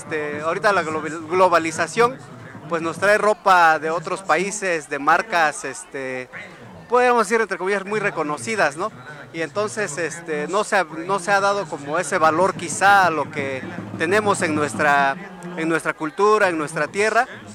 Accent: Mexico; En mi pueblo ya no realizan, mi pueblo es yutecoso, entonces ya no realizan el telar de cintura.

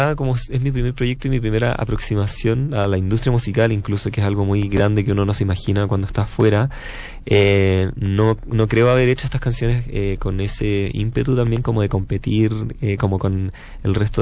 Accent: Chile; moved away as an adult; yo tengo 28 años, soy un artista chileno.

